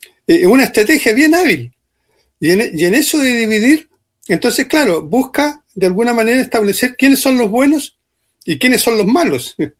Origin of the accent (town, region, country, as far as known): Chile